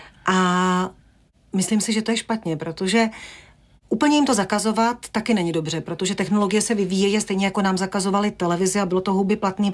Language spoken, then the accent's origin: Czech; Vimperk, South Bohemian Region, Czechia; až když mi bylo 7 let, tak my jsme k mojí babičce na Solnou Lhotu chodili pěšky, což je z Vimperka, odkud pocházím, nějakých 5-6 kilometrů.